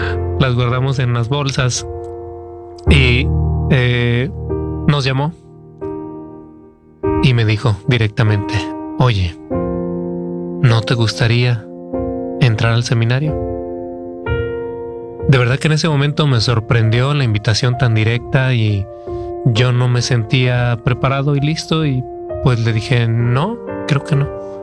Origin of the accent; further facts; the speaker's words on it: Jalisco, Mexico; Estar lejos de mi casa, de mi pueblo, irme a una ciudad que en aquel entonces, pues, para mí era completamente desconocida. Mi pueblo está como a 2 horas, pues, en automóvil de la ciudad de Guadalajara y yo nunca había ido a Guadalajara